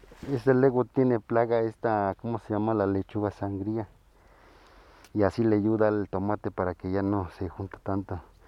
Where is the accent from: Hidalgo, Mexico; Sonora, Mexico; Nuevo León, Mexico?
Hidalgo, Mexico; now in Xochimilco, Mexico; Soy estado de Hidalgo. Allá nos dedicábamos lo que es el maíz, el frijol y también café. Ajá. Pero es lo que te digo, allá como que es diferente. Bueno, allá hace más calor y no es como aquí, veo tierra, pura tierra. Allá hay muchas piedras